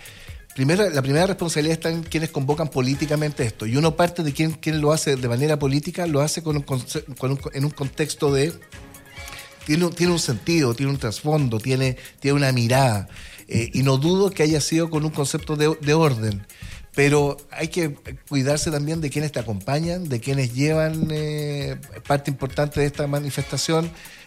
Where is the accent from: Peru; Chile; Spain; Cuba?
Chile